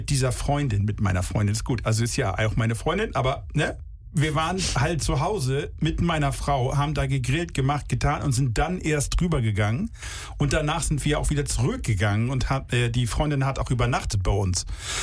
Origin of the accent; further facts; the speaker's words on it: Ostrohe, Schleswig-Holstein, Germany; bei uns in meinem Heimatdorf rum, ich sag nie welches Heimatdorf, aber es ist Ostrohe